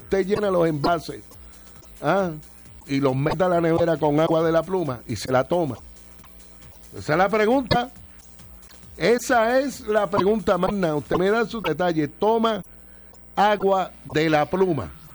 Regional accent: Añasco, Puerto Rico; La de Añasco también, la de mi pueblo.

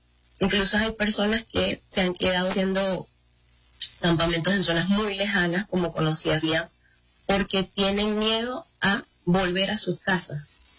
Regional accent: Barquisimeto, Lara, Venezuela; mi trabajo como médico, soy de Barquisimeto, mi trabajo como médico no fue estando directamente en los centros de salud de La Guaira.

